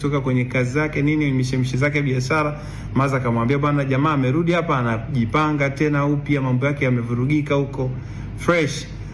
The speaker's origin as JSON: {"language": "Swahili", "region": "Dar es Salaam", "country": "Tanzania", "said": "Nimetoka nikaenda Vingunguti nyumbani."}